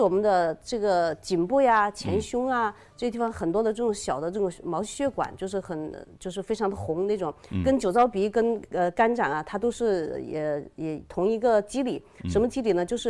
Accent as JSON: {"language": "Chinese", "region": "Hunan", "country": "China", "said": "我们湖南人"}